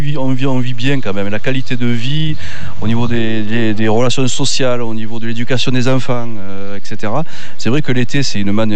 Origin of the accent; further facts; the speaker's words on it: Nîmes, Occitanie, France; now in Cévennes, France; Moi, je suis de Nîmes, mais ma famille est d'ici, en fait.